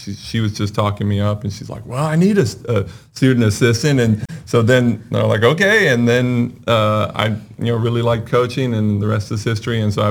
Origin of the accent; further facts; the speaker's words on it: California, United States; born or raised there